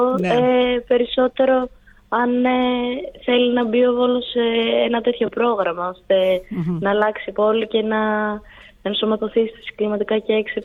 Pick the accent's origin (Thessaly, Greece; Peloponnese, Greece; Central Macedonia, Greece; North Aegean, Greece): Thessaly, Greece; Volos; Εγώ ως μία 19χρονη έδωσα κάποιες ιδέες που θα ήθελα να δω διαφορά στην πόλη μου.